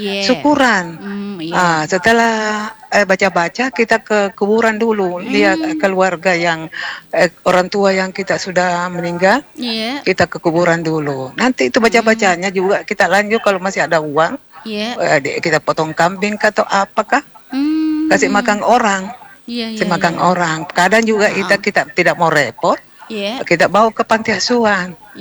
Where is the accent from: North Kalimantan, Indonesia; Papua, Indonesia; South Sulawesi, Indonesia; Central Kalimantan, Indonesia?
South Sulawesi, Indonesia; Makassar; Saya Bugis Makassar juga ada boneku ada ini tapi tidak pernah saya lihat